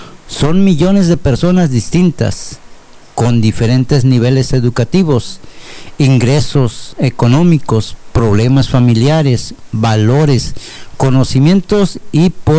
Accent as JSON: {"language": "Spanish", "country": "Mexico", "said": "¿Qué acaso somos mexicanos solamente un día?"}